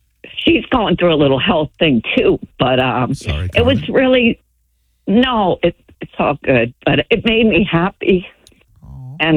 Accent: Massachusetts, United States; I grew up in Massachusetts

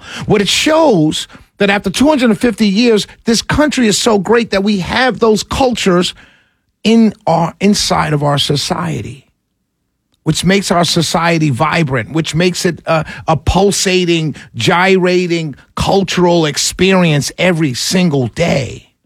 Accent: New York, United States; And I'll give you a secret. Growing up in New York, the gay guys hung out with the finest women.

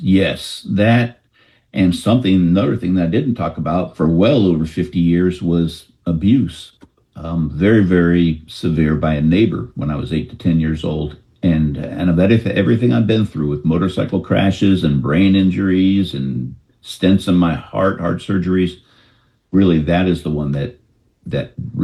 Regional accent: Marin County, California, United States; I grew up in Marin County, which connects to San Francisco via that Golden Gate Bridge.

